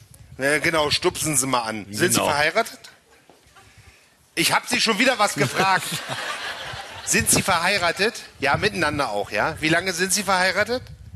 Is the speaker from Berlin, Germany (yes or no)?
no; Magdeburg, Saxony-Anhalt, Germany; als Magdeburger